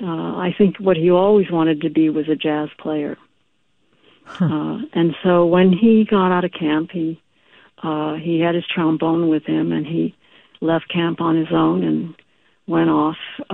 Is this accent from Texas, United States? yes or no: no; Los Angeles, California, United States; his work and his presence was always a part of my family life as I grew up in Los Angeles.